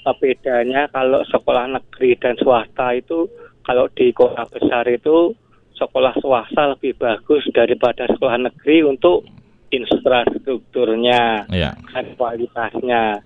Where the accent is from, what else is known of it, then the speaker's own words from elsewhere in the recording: Sragen, Central Java, Indonesia; now in Jakarta, Indonesia; di kampung saya itu di Kecamatan Sambidri, Sragen, Jawa Tengah